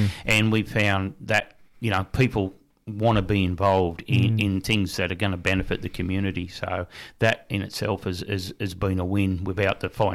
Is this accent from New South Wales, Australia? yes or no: yes; Dungog, New South Wales, Australia; I'm born and bred in Dungog